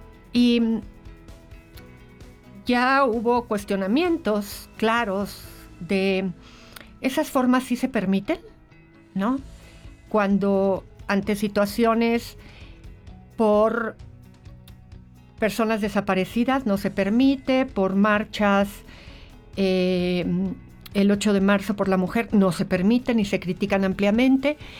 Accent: Mexico; tener la capacidad de autocriticarnos como mexicanos

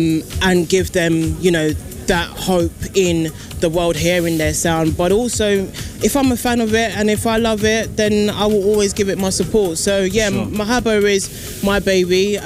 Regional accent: London, United Kingdom; I'm based in, you know, born and raised in London, UK.

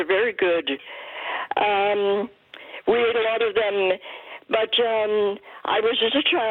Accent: Saskatchewan, Canada; now in Innisfail, Canada; I'm from Northern Saskatchewan, and my father was a fisherman up there on Dory Lake.

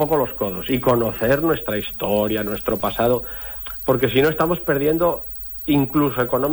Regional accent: Asturias, Spain; sí, sí, somos muy asturianos, nos sentimos muy asturianos

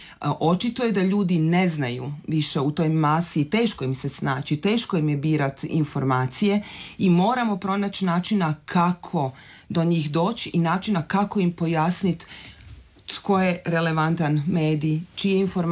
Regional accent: Croatia; Taj problem je kod nas u Hrvatskoj prilično izražen.

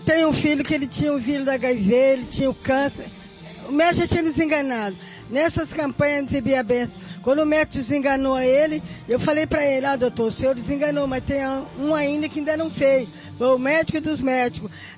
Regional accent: Itaboraí, Rio de Janeiro, Brazil; eu vim de Itaburaí.

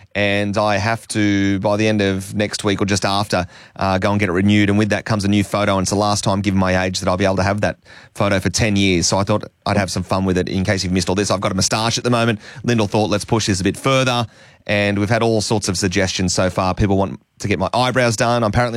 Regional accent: Dapto, New South Wales, Australia; I am from Dapto

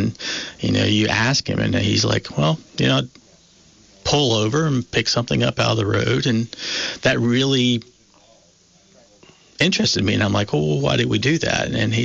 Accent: North Carolina, United States; Yeah, it's you know, I grew up in North Carolina.

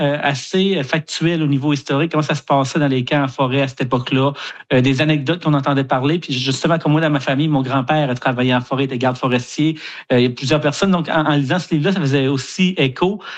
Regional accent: Kedgewick, New Brunswick, Canada; born or raised there

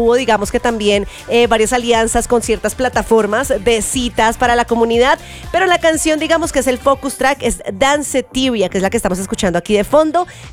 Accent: Colombia; nos vamos para mi tierra, nos vamos para Colombia.

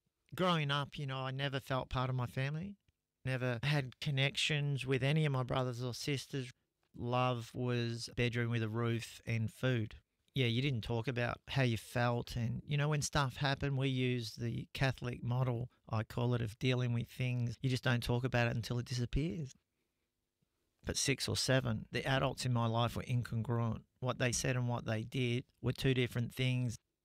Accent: Melbourne, Victoria, Australia; I grew up in Melbourne, in a place called Seaford, which was a really horrible place. A tough housing commission area, you know, somewhere it'd be like Ayres or Mount Druitt in New South Wales.

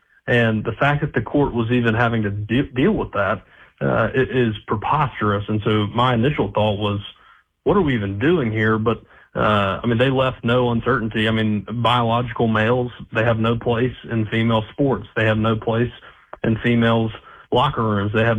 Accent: North Carolina, United States; because I am from North Carolina.

